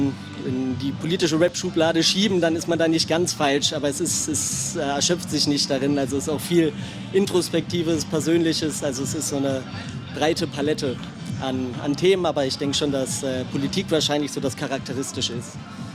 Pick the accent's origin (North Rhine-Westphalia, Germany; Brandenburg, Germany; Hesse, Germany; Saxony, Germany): North Rhine-Westphalia, Germany; Wir kommen aus dem Ruhrgebiet, also als Crew aus unterschiedlichen Ecken, aber ich aus dem Ruhrgebiet.